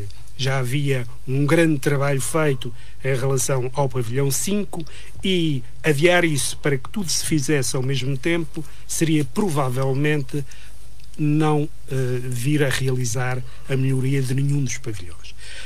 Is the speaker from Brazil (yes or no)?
no; Madeira, Portugal; moved away; Eu sou madeirense